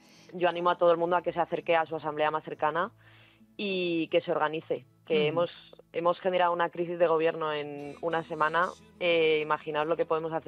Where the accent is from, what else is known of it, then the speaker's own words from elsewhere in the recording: Alcorcón, Community of Madrid, Spain; Yo, por ejemplo, soy de Alcorcón.